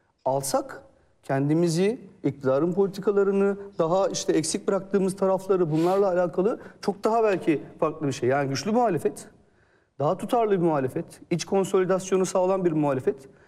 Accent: Malatya, Turkey; Gerçekten ben çünkü kendi memleketimdeki hikayelerden de görüyorum bunu. Yani işin para akışıyla alakalı olan hususların temelinde var olan isim benim Malatya Milletvekili rakibim CHP'de Veli Ağbaba.

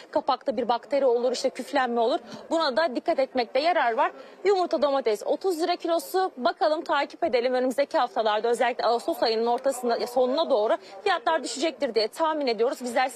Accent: Samandağ, Hatay, Turkey; Hatay samandağ biberi yiyenler bilir ne kadar acı olduğunu, memleketimin biberi çok acıdır.

